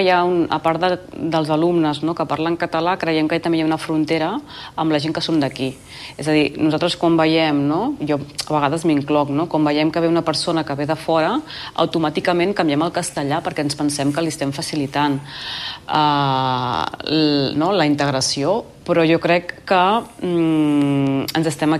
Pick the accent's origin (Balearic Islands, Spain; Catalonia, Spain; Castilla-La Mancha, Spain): Catalonia, Spain; Que nosaltres, com a gent catalana, hem fet un pas enrere